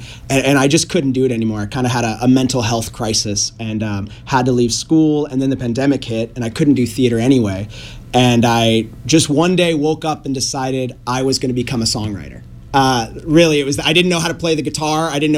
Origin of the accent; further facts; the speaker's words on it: Chico, California, United States; I was born June 1st, 2000, my social security number is, and I was born here in Chico.